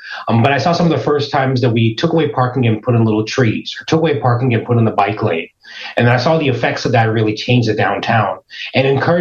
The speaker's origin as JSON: {"language": "English", "region": "California", "country": "United States", "tie": "born or raised there", "said": "Through growing up in Silicon Valley, I had a little, I learned how to code really early on in my life"}